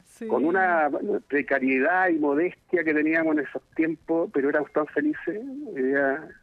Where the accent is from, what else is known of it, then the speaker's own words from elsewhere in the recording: Chile; mi etapa de infancia aquí en el barrio, yo soy nacido aquí en Industria, en ese tiempo era de tierra Industria. No estaba pavimentada y bonita como está ahora.